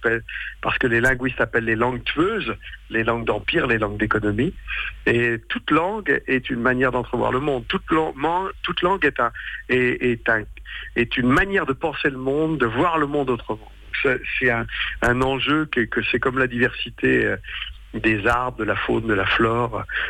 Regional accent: Pays de la Loire, France; first language Vendée patois (Poitevin-Saintongeais); je parle de mon patois de base, qui est un patois de Vendée, mais qui fait partie d'un univers plus large, qui est le Poitevin Saint-Ongeais.

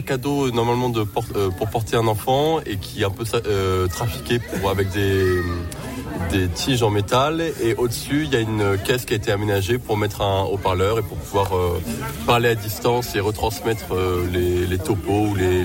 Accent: Courbevoie, Île-de-France, France

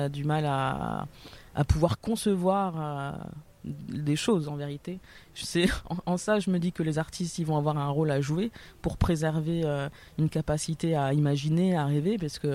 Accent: Lille, Hauts-de-France, France; là où je vis à Lille depuis toujours.

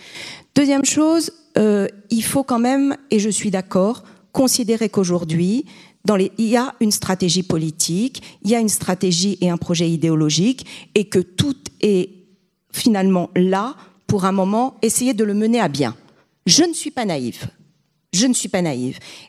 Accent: Brittany, France; J'adore les fanfares, hein. Forcément, je suis bretonne.

